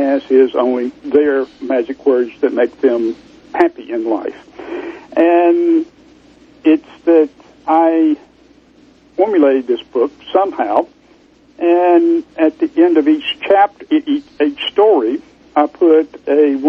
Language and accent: English; Georgia, United States; I was raised in South Georgia, and essentially I didn't have a father, and my mother married three times